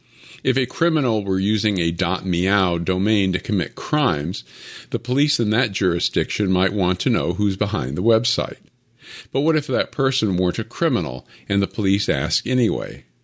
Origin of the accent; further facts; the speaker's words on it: United States; As the only American at the table